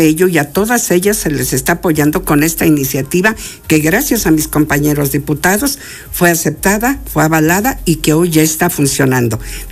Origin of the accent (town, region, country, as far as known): San Diego Acapulco, Puebla, Mexico